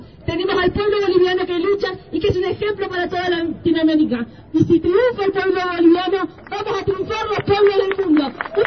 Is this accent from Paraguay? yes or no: no; Argentina; Yo vengo de Argentina, soy diputada, allí electa por Izquierda Socialista